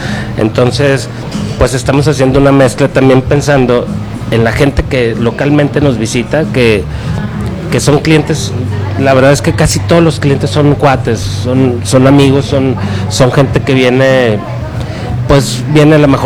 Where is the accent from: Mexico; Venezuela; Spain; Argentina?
Mexico; Torreón, Coahuila; soy orgullosamente mexicano y sobre todo lagunero